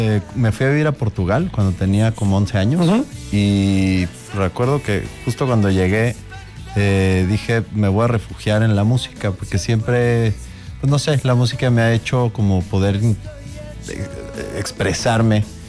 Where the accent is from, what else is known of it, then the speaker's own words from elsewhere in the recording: Mexico; born there; Soy mexicano, nací aquí.